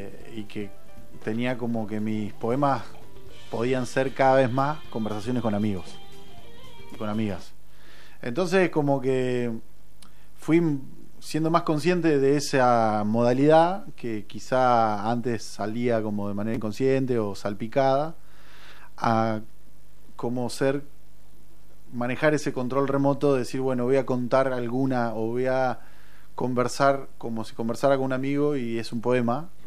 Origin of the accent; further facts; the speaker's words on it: Alvear, Argentina; born there; moved away; mi vuelta a mi patria chica, al pueblo